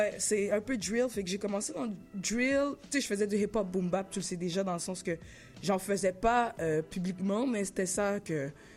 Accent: Laval, Quebec, Canada; born there; now in Montreal, Canada; J'ai fait un petit temps à Montréal. Mes parents ont travaillé très fort. On est allé j'ai habité à SF. J'ai grandi à Sainte-Rose.

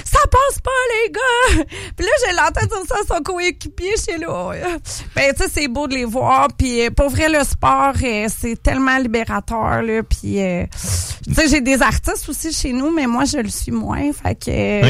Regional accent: Sainte-Pétronille, Quebec, Canada; je suis une petite fille de l'île d'Orléans, de Sainte-Pétronée. Donc, j'ai grandi à Lille. Mes parents étaient moniteurs de ski au Mont-Saint-Anne. Donc, moi, j'ai été élevée dans les pentes de ski du Mont-Saint-Anne.

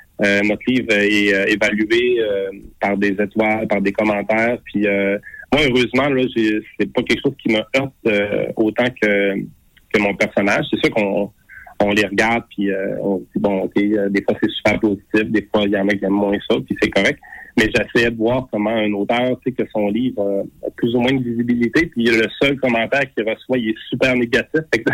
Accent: Saguenay, Quebec, Canada; born or raised there

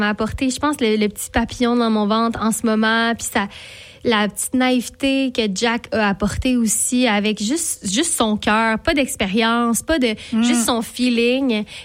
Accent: Saint-Ignace-de-Loyola, Quebec, Canada; Je viens de Saint-Ignace de Loyola quand même.

